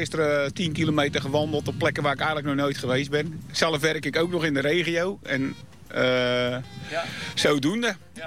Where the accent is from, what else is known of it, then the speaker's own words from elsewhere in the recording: Roelofarendsveen, South Holland, Netherlands; Wezen kijken, omdat ik uit Roelofarensveen kom.